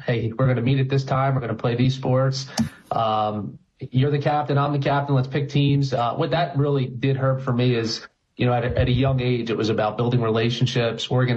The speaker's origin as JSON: {"language": "English", "town": "Philadelphia", "region": "Pennsylvania", "country": "United States", "tie": "born or raised there", "said": "Herb, I grew up in the Overbrook section of Philadelphia. I'm the youngest of three. I have two older sisters."}